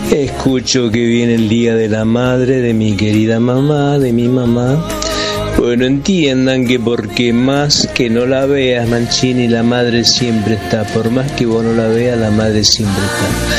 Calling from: Buenos Aires, Argentina; de Palermo.

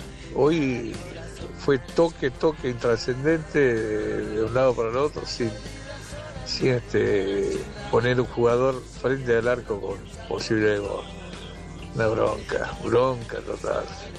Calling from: San Miguel, Buenos Aires Province, Argentina; de San Miguel

